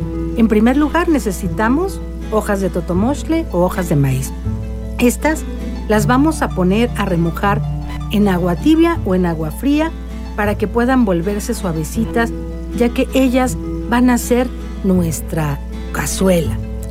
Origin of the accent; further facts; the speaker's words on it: Mexico City, Mexico; Yo vengo de Xochimilco y soy cocinera chinampera